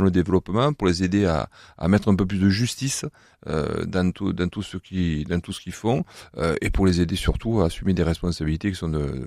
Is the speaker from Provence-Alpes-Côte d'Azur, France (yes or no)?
yes; Provence-Alpes-Côte d'Azur, France; accent: Var accent; Je suis attaché au Var parce que mon accent le démontre déjà. On va dire, il n'est pas commun.